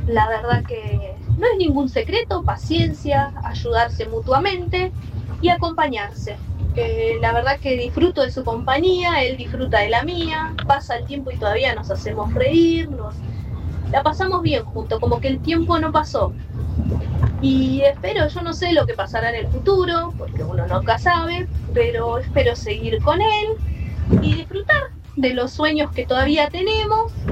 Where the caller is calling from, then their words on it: San Martín, Argentina; de San Martín